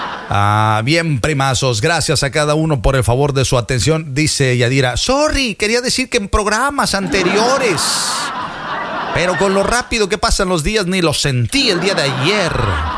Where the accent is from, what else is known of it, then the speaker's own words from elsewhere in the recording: Veracruz, Mexico; Yo soy de oro. Yo soy jarocho.